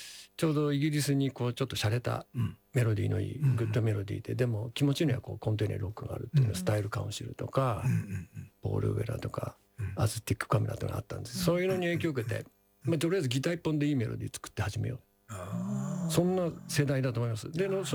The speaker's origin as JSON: {"language": "Japanese", "area": "Ikebukuro", "region": "Tokyo", "country": "Japan", "tie": "born there", "also_born_or_lived": "Nagano", "said": "池袋、地元の池袋なんです"}